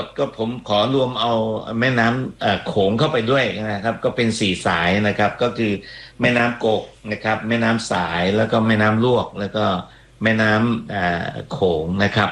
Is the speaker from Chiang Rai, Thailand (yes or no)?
yes; Chiang Rai, Thailand; ผมโตในจังหวัดเชียงราย